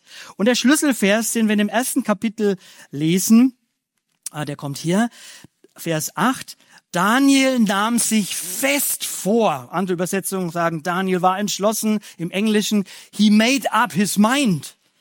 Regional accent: Bavaria, Germany; Bei mir, ich komme aus dem Bayerischen, Fränkischen, habe ich ja schon gesagt, da hieß es immer, was sagen die Leute?

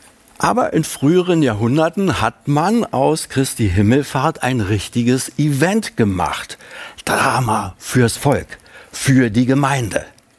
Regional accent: Berlin, Germany; now in Wetzlar, Germany; Als Berliner habe ich das in Berlin-Kreuzberg oft erlebt

